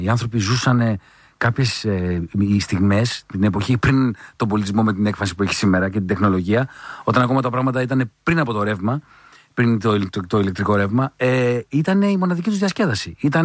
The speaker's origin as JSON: {"language": "Greek", "town": "Drama", "region": "Eastern Macedonia and Thrace", "country": "Greece", "tie": "born or raised there", "said": "Εγώ μεγάλωσα στη Δράμα"}